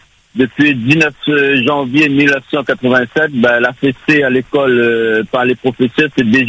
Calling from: Réunion; Bonjour, je suis de La Réunion, je suis du monde entier.

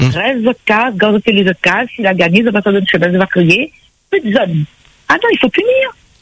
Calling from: Saint-Louis, Réunion; Ben, moi, j'habite à Saint-Louis.

